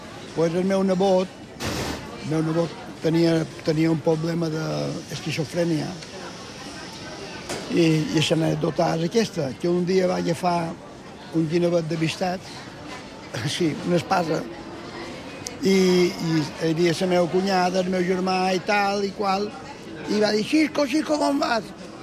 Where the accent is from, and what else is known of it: Palma, Balearic Islands, Spain; born there